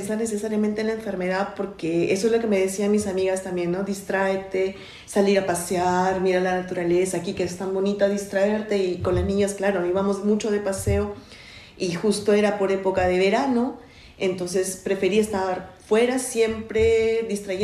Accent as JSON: {"language": "Spanish", "country": "Peru", "tie": "born or raised there", "moved": "yes", "said": "me transporto inmediatamente a Perú, a mi país"}